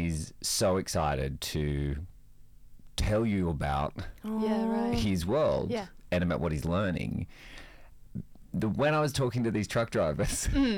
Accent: New South Wales, Australia; I'm a gay from the Central Coast who is about to pretend to be a truck driver for an hour and a half.

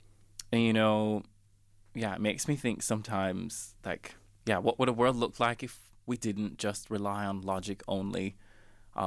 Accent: Jamaica; because growing up in Jamaica, you're, like, constantly around loud music, that it does something to the DNA.

